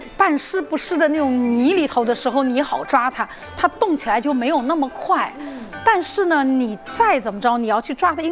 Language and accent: Chinese; Zhejiang, China; 就是江南水乡的嘛，就是我是浙江的，所以小时候在田边嘛，